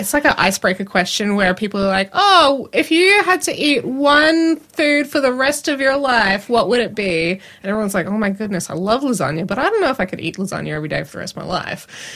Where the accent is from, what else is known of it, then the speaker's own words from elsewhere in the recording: Queensland, Australia; also born or lived in Melbourne; I'm from Queensland. I like the sunshine.